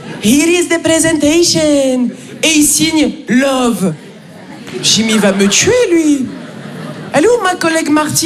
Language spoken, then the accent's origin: French; France; Moi, je suis française, j'ai une aptitude innée à niquer l'ambiance au travail.